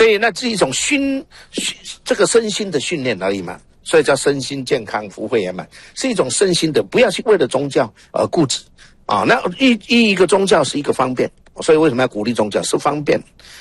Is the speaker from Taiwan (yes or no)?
yes; Taiwan; 就好像我们去美国、去非洲，我不属于非洲的，也不属于美国的，因为我是台湾人一样的道理啊